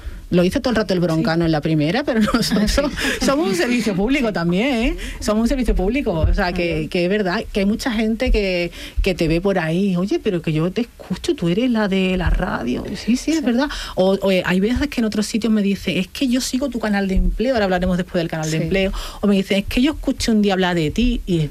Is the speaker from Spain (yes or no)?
yes; San Juan de Aznalfarache, Andalusia, Spain; born or raised there